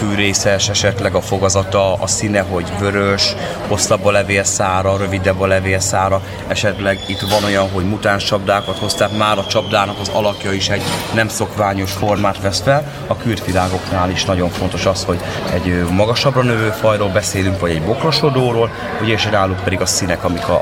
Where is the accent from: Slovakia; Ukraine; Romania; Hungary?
Hungary; Balmazújváros, Hajdú-Bihar; Konkrétan Balmazújvárosról jöttünk, innen Debrecen mellől.